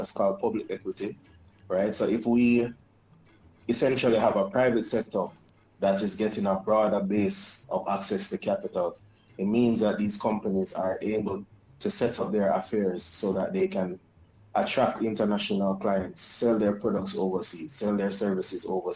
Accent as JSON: {"language": "English", "country": "Jamaica"}